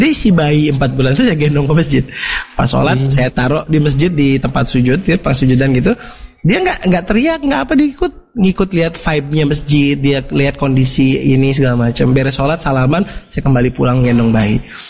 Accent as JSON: {"language": "Indonesian", "town": "Bandung", "region": "West Java", "country": "Indonesia", "said": "dulu ini masya Allah saya kan orang Bandung, sekolah di Gontor di Jawa Timur."}